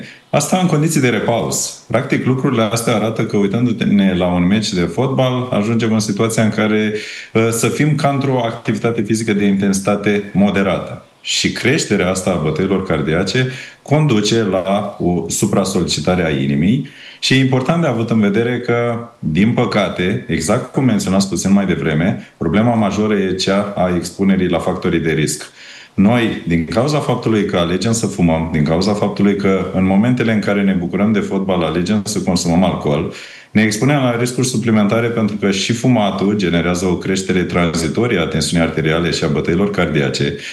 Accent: Romania; noi suntem mai protejați ca români

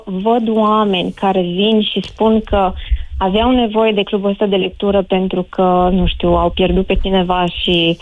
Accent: Șimleu Silvaniei, Sălaj County, Romania; also born or lived in Timișoara; now in Sălaj, Romania; pornind din Șimleu Silvanie, din orașul meu natal

